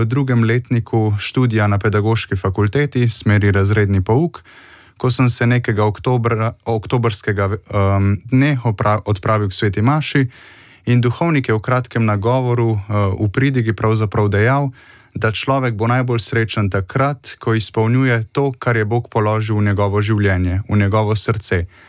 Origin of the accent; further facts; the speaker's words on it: Moravče, Central Slovenia, Slovenia; Prihajam iz Moravč, iz verne krščanske družine. Vera nam je bila vedno blizu, tudi vsi otroci, pa tudi starša smo upeti v župnijsko dogajanje.